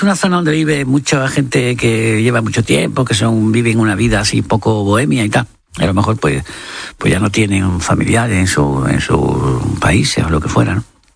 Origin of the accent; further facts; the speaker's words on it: Marchena, Andalusia, Spain; cuadros extraordinarios de las quemas de rastrojo en la Vega de Carmona y en el Viso y todo eso, aparte de mi pueblo, de Marchena, etc.